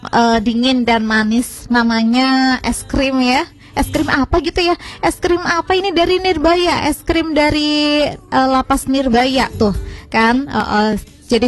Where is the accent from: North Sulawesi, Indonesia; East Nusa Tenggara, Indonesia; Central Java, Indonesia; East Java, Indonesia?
Central Java, Indonesia; Cilacap; sebagai warga Cilacap ya.